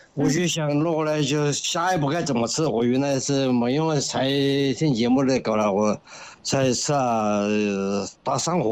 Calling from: Changsha, Hunan, China; 我就是长沙的。

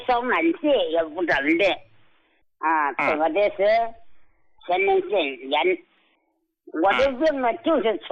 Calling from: Qinhuangdao, Hebei, China; 我在青岛市海港区东安里温馨家园。

